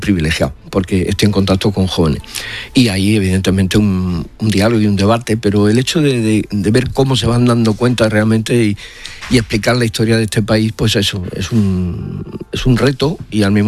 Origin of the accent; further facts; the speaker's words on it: Melilla, Spain; yo soy melillense, he nacido... y para mí ha sido siempre una cosa natural, la convivencia y el hecho de compartir.